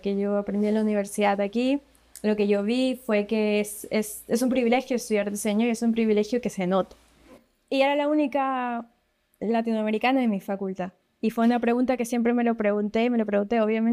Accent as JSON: {"language": "Spanish", "country": "Germany", "tie": "born or raised there", "said": "Crecí en Alemania"}